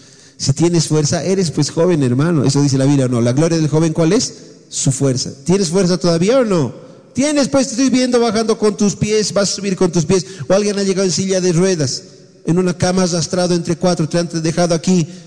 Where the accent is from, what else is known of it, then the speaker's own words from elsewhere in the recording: Bolivia; Pero la mayoría de los que estamos aquí somos bolivianos.